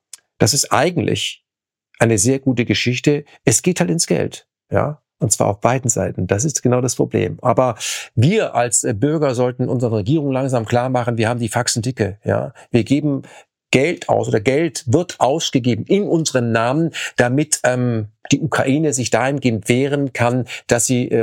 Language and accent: German; Germany; wir als Deutsche